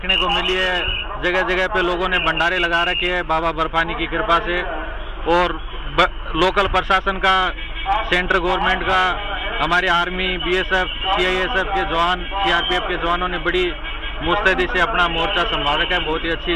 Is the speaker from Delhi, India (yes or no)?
no; Hanumangarh, Rajasthan, India; हनुमानगढ़ राजस्थान का रहने वाला हूँ